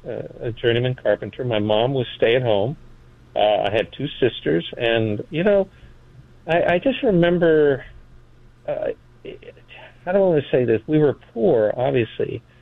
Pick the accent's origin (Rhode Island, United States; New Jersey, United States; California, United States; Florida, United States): California, United States; Los Angeles; born there; I was born in East Los Angeles. So right off the bat, you know, I'm born on the wrong side of tracks, of the tracks in L.A., right?